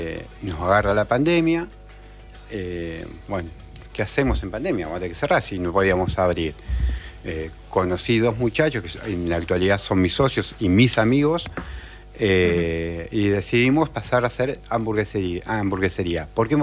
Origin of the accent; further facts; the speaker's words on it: Argentina; En el Mundial de Parma, en 2025, fui convocado por la selección argentina, donde fuimos 12 maestros pizzeros y ahí quedé clasificado como mejor argentino.